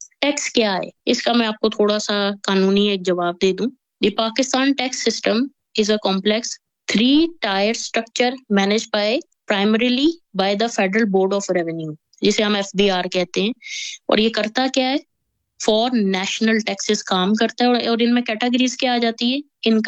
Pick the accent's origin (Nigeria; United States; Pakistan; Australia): Pakistan; let me talk straight as a Pakistani.